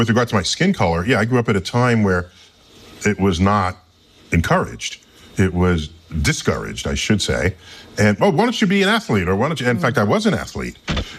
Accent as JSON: {"language": "English", "town": "New York City", "region": "New York", "country": "United States", "tie": "born or raised there", "said": "And I grew up in the Bronx, so my first visit to the Hayden Planetarium, right here in Manhattan, when they dimmed the lights and the stars came out, I was like, wow."}